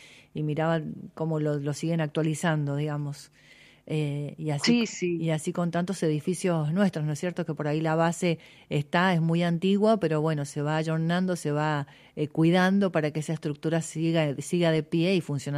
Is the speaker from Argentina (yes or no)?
yes; Mendoza, Argentina; De nuestro origen, de origen como provincia, como argentinos